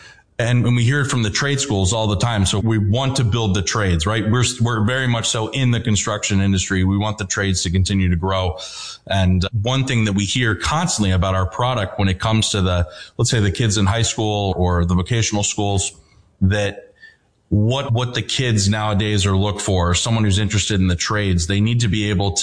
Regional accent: Mid-Atlantic, United States; We're from the Mid-Atlantic.

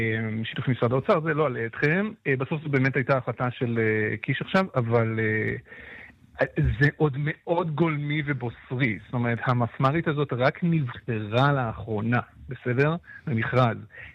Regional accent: Petah Tikva, Central District, Israel; born there; שנות ה-80 על יזוד בפתח תקווה

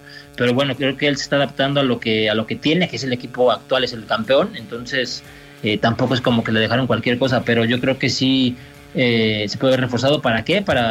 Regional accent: Mexico; soy mexicano, obviamente, y me encanta que un técnico de la selección sea mexicano.

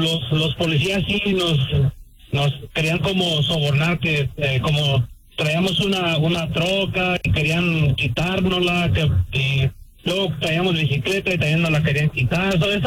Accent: Michoacán, Mexico; A mí me tocó una vez allá en mi pueblo del Michoacán, que sí había unos policías que sí, ay Dios mío, eran muy, muy, muy, muy canijos.

